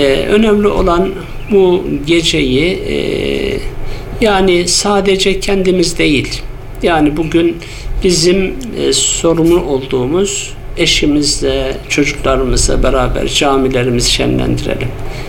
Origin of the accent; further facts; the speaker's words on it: Afyonkarahisar, Turkey; Biz de Osmanlı torunları olarak, Afyonlular olarak hatta